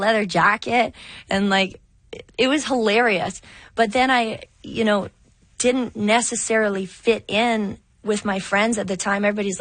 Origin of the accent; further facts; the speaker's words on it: St. Albert, Alberta, Canada; moved away; Well, I'm from Edmonton, St. Albert, actually. And I moved here 4 years ago to chase my dreams.